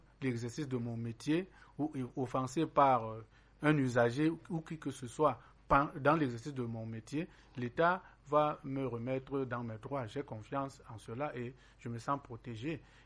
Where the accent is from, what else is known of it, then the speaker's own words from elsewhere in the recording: Cameroon; je suis Camerounais.